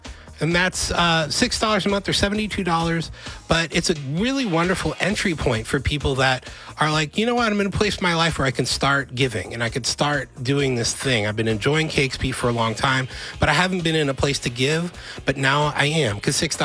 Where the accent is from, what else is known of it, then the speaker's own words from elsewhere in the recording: the Bay Area, California, United States; moved away as an adult; now in Seattle, United States; I've been all around this country. I grew up in the Bay Area. The first time I moved to Seattle